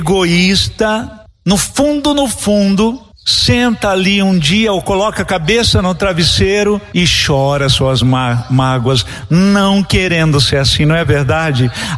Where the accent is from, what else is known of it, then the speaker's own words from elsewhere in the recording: Registro, São Paulo, Brazil; depois sendo tratorista na prefeitura lá de Registro, Baixada Santista, onde eu nasci. Uma família muito humilde.